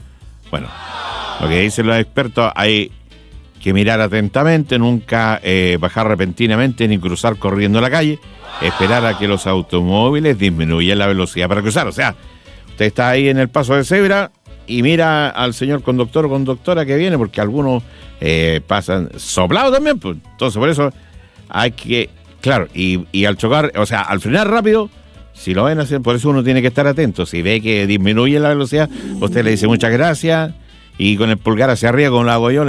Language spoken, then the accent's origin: Spanish; Chile; ¿Somos o no somos buenos los chilenos como peatones?